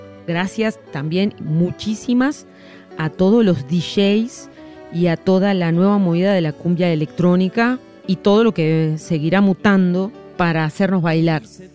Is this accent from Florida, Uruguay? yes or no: yes; Sarandí Grande, Florida, Uruguay; mis recuerdos de infancia en mi pueblo Sarandí Grande, de ver a mis padres bailando en la pista, girando con todo el resto de la gente del pueblo